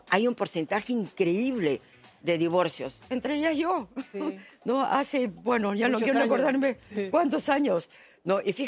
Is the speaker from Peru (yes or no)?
yes; Peru; le dije que sí, o sea, muy orgullosa, le dije, sí, soy peruana.